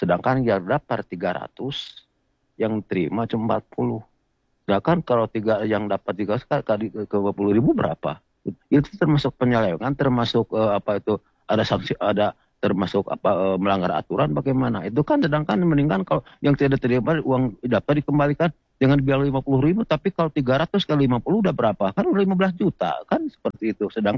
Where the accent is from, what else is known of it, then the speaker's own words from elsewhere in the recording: Bandung, West Java, Indonesia; Saya dari Bandung Timur, Pak, di sini ya.